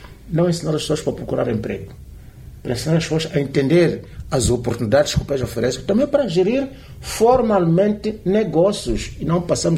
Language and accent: Portuguese; Mozambique; nós como moçambicanos